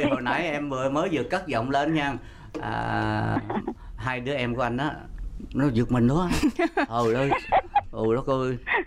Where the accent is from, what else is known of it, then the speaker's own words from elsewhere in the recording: Tay Ninh, Vietnam; ở Tây Ninh á.